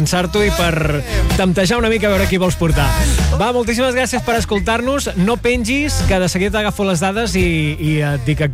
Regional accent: Vic, Catalonia, Spain; jo sóc de Vic

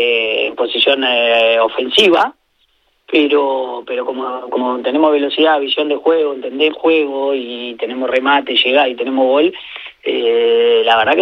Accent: Uruguay; nosotros siendo uruguayos tenemos la obligación de con España tener que estar ahí mandando en el grupo.

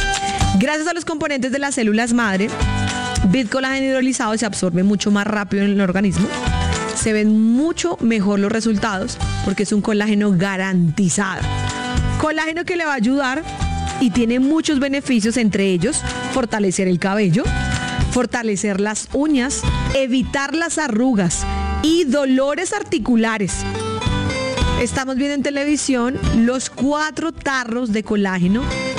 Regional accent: Boyacá, Colombia; now in Bogotá, Colombia; Si usted de pronto está en mi tierra, en Boyacá, o usted está en Casanare, o usted está en Yopal, o usted está en la costa atlántica, hasta allá llega el producto.

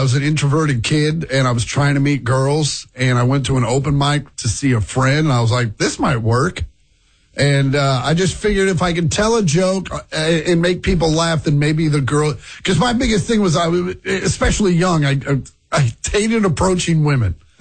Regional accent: Kansas City, Missouri, United States; also born or lived in Los Angeles; I'm back in Kansas City.

